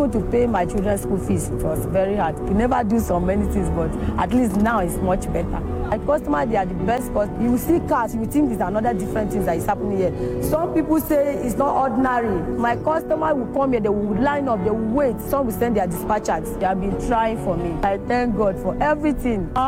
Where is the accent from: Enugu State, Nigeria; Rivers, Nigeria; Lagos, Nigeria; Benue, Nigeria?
Benue, Nigeria; moved away as an adult; now in Abuja, Nigeria; I'm from Benue State. Before I moved to Abuja, I was in the village.